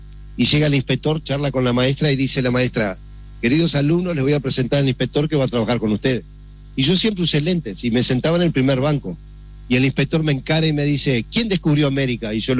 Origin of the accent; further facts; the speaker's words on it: Uruguay; yo soy uruguayo y me saqué un documento brasilero por trabajar allá también.